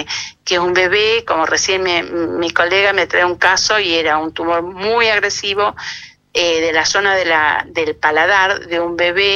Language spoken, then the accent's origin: Spanish; Trenque Lauquen, Buenos Aires Province, Argentina; yo soy de Trenquelauquen